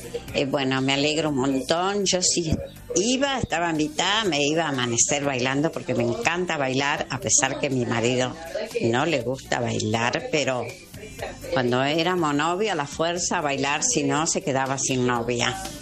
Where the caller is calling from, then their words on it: Lomas de Zamora, Buenos Aires Province, Argentina; de Loma de Zamora.